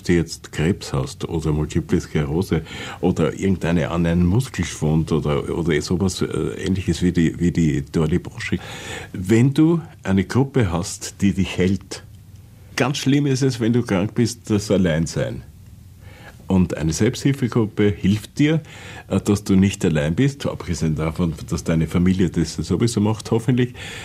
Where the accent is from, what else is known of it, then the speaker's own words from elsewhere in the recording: Vienna, Austria; Ich bin halt einmal Österreicher, ich bin ein Wiener